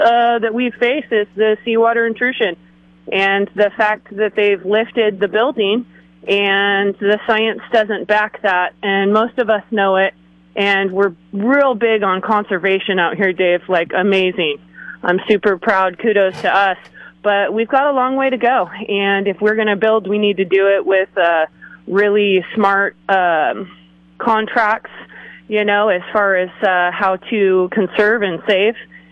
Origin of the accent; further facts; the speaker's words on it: Los Osos, California, United States; I'm from District 2 out here in Los Osos. And I love being a coastal person. I've been a resident of the Central Coast my whole life.